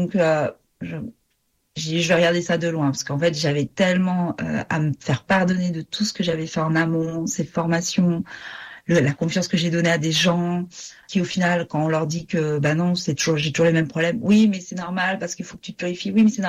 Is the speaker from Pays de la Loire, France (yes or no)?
yes; Pays de la Loire, France; Ulrich, c'est le pasteur de l'église que l'on a chez nous en Vendée.